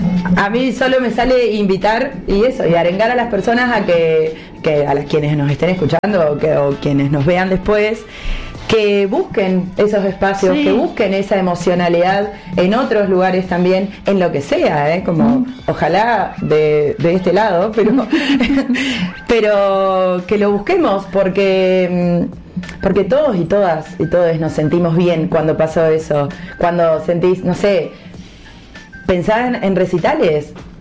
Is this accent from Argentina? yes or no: yes; Argentina; Yo creo que Argentina tiene una cosa como muy creativa de cómo afrontar. Pero además, sí tenemos que somos un país sudamericano